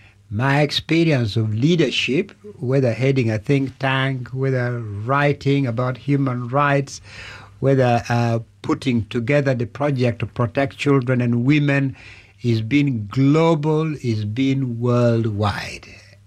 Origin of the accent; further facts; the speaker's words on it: Uganda; moved away as an adult; also born or lived in North America; now in Western Europe; So really, yes, I'm from Uganda, very proud to be from Uganda. I'm from Africa.